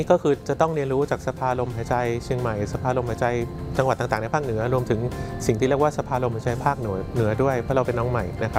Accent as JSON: {"language": "Thai", "region": "Bangkok", "country": "Thailand"}